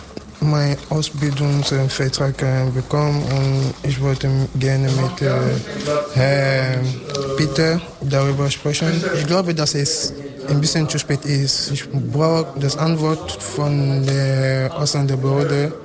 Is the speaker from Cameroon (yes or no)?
yes; Cameroon; German is a second language; now in Germany; Ich komme aus Kamerun, bin hier in Deutschland seit fast 3 Jahre.